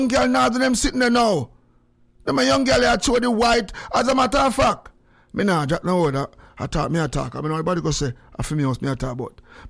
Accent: Jamaica; Now we come from Jamaica and we lose the culture.

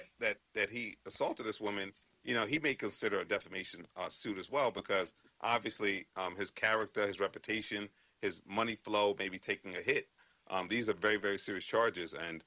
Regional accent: New York City, New York, United States; now in Connecticut, United States; I'm from New York, from the Bronx. My family's from Antigua and Barbuda, the Caribbean. I'm barred in New York, although I live in Connecticut now.

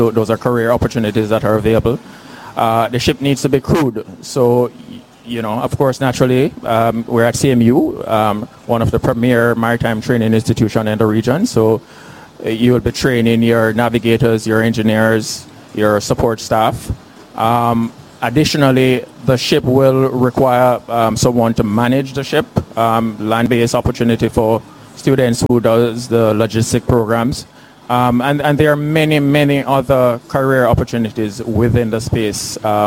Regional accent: Jamaica; So I'd like us, not just the students here, but as Jamaican, as an island nation, to take that on board and recognize the importance of shipping to Jamaica as a maritime state.

